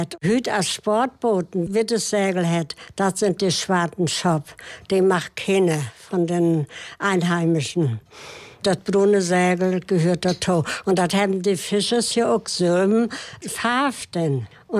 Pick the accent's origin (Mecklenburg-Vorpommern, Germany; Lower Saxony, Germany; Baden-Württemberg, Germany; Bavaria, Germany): Mecklenburg-Vorpommern, Germany; Seedorf; born or raised there